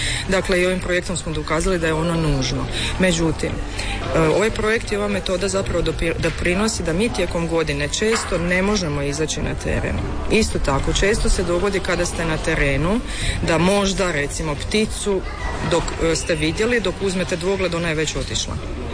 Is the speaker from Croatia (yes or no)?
no; Amazon, Brazil; Pozdrav svima … ja dolazim iz Brazila, iz brazilske Amazonije.